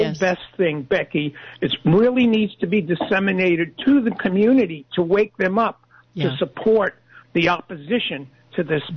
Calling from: Prunedale, California, United States; I'm calling from Prunedale, which is in Monterey County. We get a good signal here.

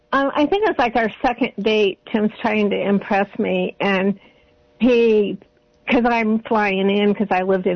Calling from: Felton, California, United States; I'm from Felton.

